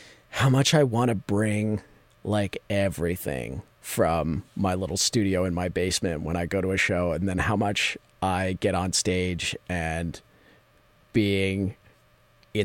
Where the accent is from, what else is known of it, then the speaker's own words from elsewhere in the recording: Midland, Michigan, United States; I'm from Midland.